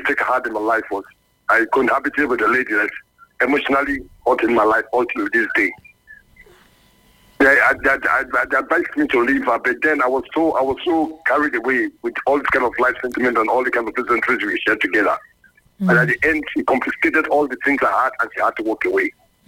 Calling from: Edo, Nigeria; I'm calling from Edo State, from Ezeaku Central.

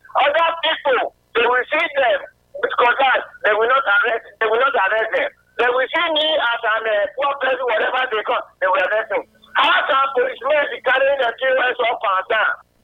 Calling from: Koko, Delta, Nigeria; Yeah, I'm calling from Cocoa Delta State.

